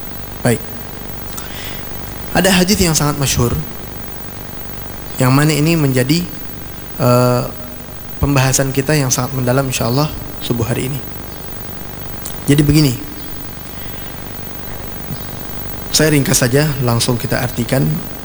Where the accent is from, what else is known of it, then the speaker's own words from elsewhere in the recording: Banjar, South Kalimantan, Indonesia; saya orang Banjar